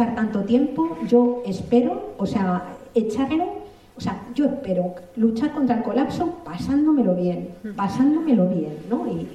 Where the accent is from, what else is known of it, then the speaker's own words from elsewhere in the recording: Madrid, Community of Madrid, Spain; yo soy madrileña